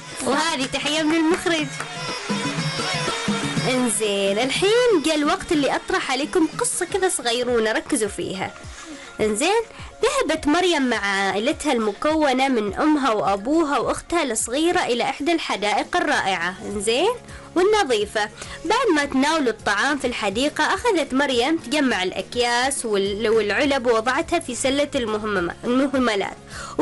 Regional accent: Oman

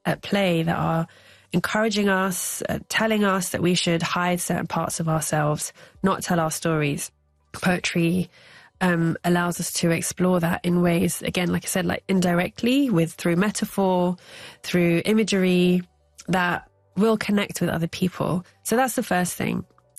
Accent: London, United Kingdom; I grew up, you know, as a Londoner, certainly from school, it's not the cool thing, is it, to love nature and birds.

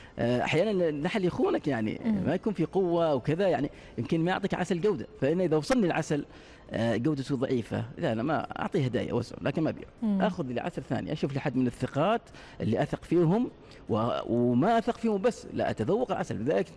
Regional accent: Oman

